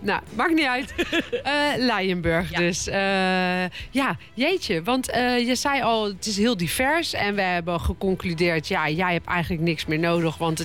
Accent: The Hague, South Holland, Netherlands; Mijn oude wijkie waar ik ben opgegroeid. En waar ik een hele leuke tijd heb doorgebracht. Eerst meer bij de Leiweg en later meer bij het Leienburg ziekenhuis.

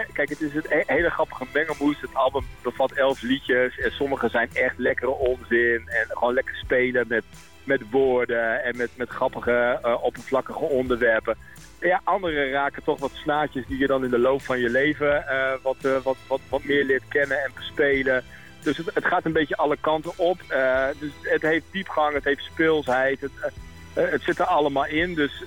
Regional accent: Groningen, Netherlands; now in The Hague, Netherlands; ik ben een Groninger die ooit eens geëmigreerd is naar Den Haag. En ik ben Den Haag echt super gaan waarderen. Ik vind het zo'n fijne stad.

